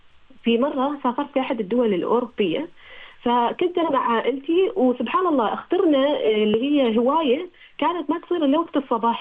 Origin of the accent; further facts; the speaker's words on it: Oman; فقلنا لهم نحن من عمان